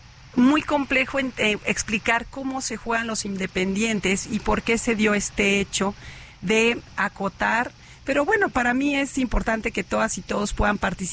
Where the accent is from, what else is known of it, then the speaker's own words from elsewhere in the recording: Uruapan, Michoacán, Mexico; yo soy de Uruapan